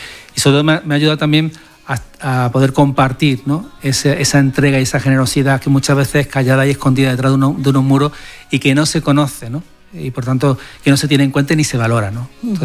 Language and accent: Spanish; Málaga, Andalusia, Spain; Para mí es mi tierra y mi origen, ¿no? Pero sobre todo me ha dejado muy buen gusto, ¿no? Porque realmente uno ve, ¿no? Lo que es la generosidad y sobre todo el cariño de la gente de Málaga.